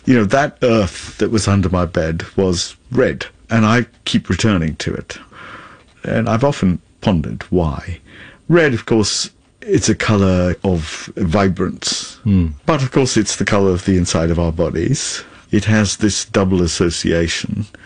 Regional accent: India; now in United Kingdom; I've lived in Britain for 50 years, but I return to India all the time.

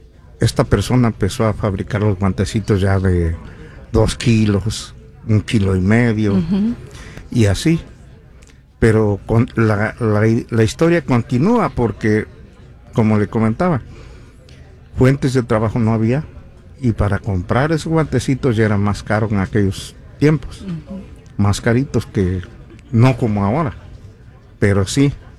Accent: Magdalena Jaltepec, Oaxaca, Mexico; now in Fresno, United States; los primeros jugadores de mi pueblo, de Magdalena, Jaltepec, que llegaron aquí a, que emigraron a, aquí a California.

